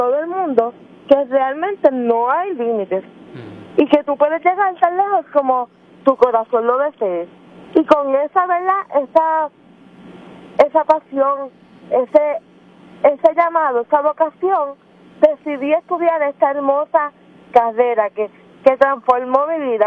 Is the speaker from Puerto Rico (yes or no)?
yes; Aguada, Puerto Rico; Soy del pueblo de Aguada.